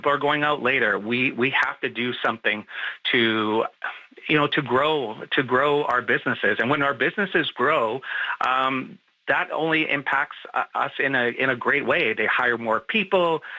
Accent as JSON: {"language": "English", "town": "Winnipeg", "region": "Manitoba", "country": "Canada", "lives_now": "Toronto, Canada", "said": "you know, I'm originally from Winnipeg, so I always look at Toronto as the major hub of everything, you know, progressive."}